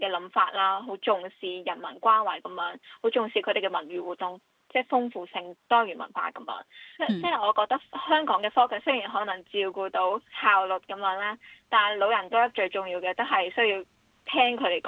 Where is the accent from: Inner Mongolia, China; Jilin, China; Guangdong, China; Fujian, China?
Guangdong, China; Shenzhen; moved away; also born or lived in Hong Kong; 因為我本身小時候就是深圳那邊的，後面才來了香港，所以我的普通話和粵語都是 OK